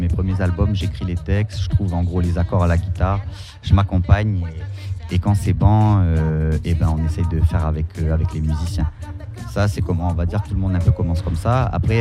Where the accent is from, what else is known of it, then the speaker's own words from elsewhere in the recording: New Caledonia; même nous en Nouvelle-Calédonie.